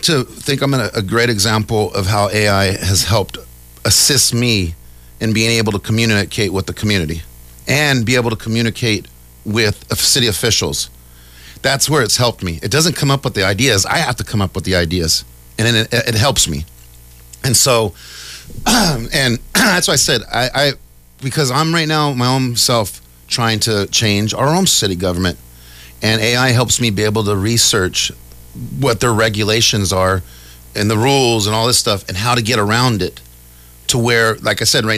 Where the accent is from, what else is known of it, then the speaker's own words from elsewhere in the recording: Vallejo, California, United States; Vallejo, we are special.